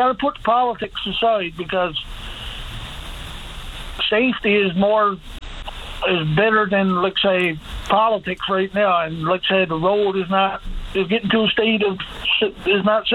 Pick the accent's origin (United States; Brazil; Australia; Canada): Canada; Burgeo, Newfoundland and Labrador; No, I'm in a corner, but I'm from Burgio.